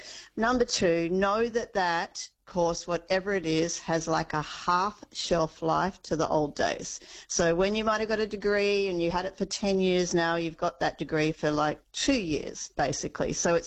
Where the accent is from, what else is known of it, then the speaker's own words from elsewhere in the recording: Queensland, Australia; I'm a Queenslander